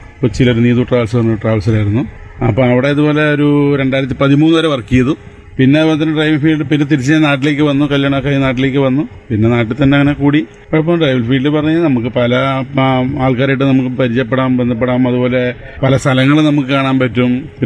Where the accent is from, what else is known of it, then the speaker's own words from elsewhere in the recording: Malampuzha, Kerala, India; ഞാൻ വരുന്നത് പാലക്കാട് നിന്നാണ്, പാലക്കാട് മലമ്പുഴയിൽ നിന്നാണ്.